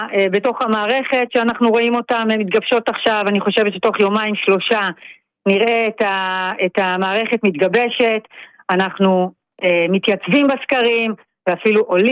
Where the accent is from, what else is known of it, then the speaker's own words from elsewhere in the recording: Migdal HaEmek, Northern District, Israel; אני גדלתי במגדל העמק, באמת גדלתי בבית מסורתי, ימני, ליכודי מאוד.